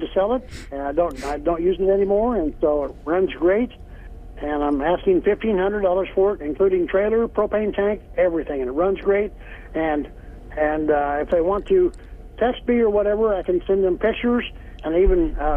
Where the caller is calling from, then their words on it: Marysville, Kansas, United States; Hi, I'm calling from Marysville, Kansas.